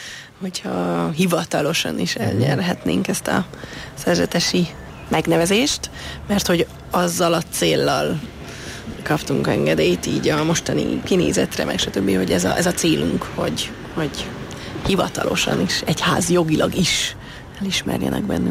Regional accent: Budapest, Hungary; Májra Remetén nőttem föl

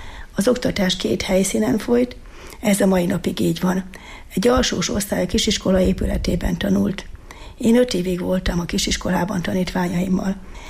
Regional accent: Tenk, Heves, Hungary; 1986. szeptember 1-én kezdtem meg a pedagógusi pályámat szülőfalumban

